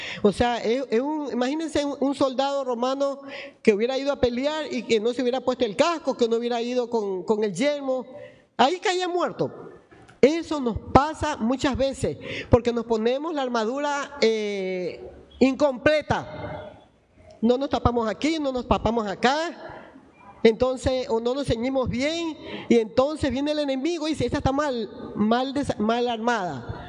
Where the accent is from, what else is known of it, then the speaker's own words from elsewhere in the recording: Guayaquil, Guayas, Ecuador; born there; Usted dígale gracias porque nací en Guayaquil. Nunca reniegue donde nació. A mí me ruegan que me vaya a vivir a otro país.